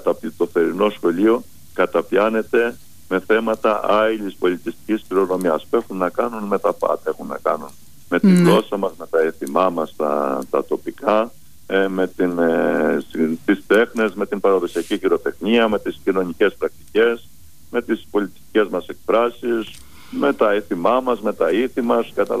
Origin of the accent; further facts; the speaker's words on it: Lagkadia, Peloponnese, Greece; από τα Λαγκάδια, που είναι και το χωριό μου βέβαια εμένα, γιατί είμαι και δίπλα των Λαγκαδίων παλιότερα.